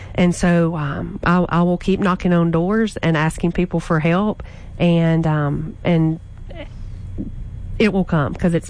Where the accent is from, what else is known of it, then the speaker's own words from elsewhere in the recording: Logansport, Louisiana, United States; So we're going to Logansport tomorrow, which is my hometown